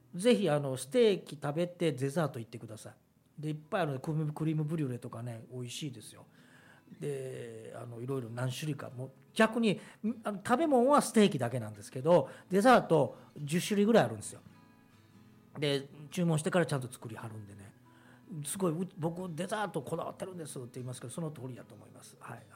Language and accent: Japanese; Kansai, Japan; 僕らやっぱ関西人なんでお肉好きなんですよね。